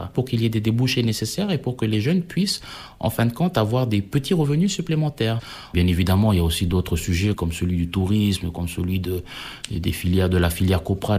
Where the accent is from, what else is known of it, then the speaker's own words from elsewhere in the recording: Ouvéa, Loyalty Islands Province, New Caledonia; moi, j'ai grandi à Ouvéa, j'ai grandi en tribu, je vis là-bas.